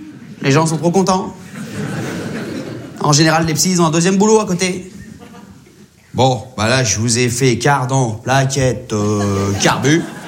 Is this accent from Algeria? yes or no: no; Réunion, France; Ils sont vraiment à la cool, les flics chez nous. Attention, ça, c'est les flics de La Réunion.